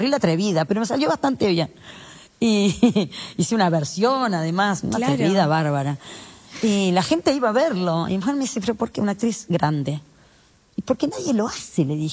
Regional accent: Uruguay; Y también hay una cultura de cómo somos nosotros los uruguayos. Somos más recatados, más miedosos, tal vez.

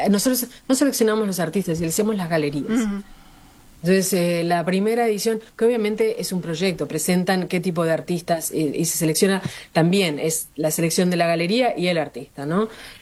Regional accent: Montevideo, Uruguay; moved away; also born or lived in Punta del Este / La Paloma; yo hace muchos años que vivo en el exterior, soy uruguaya, crecí entre Montevideo, Punta del Este y La Paloma

